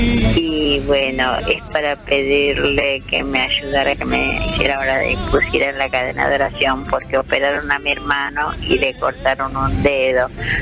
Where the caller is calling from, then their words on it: Buenos Aires, Argentina; Yo vivo en Flores